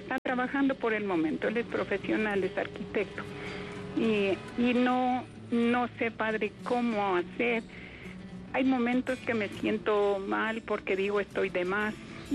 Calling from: Cuenca, Azuay, Ecuador; le llamo desde Cuenca.

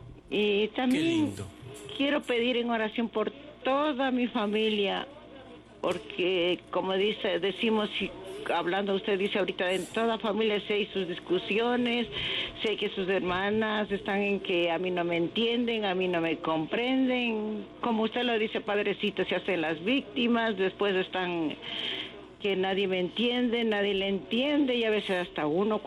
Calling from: Guano, Chimborazo, Ecuador; le llamo de Guano.

